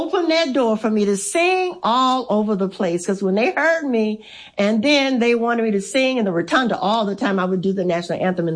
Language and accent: English; Louisiana, United States; also born or lived in Texas; I was raised in Louisiana, but all of my accolades, everything, all of my, you know, the things that really mattered actually was in Texas.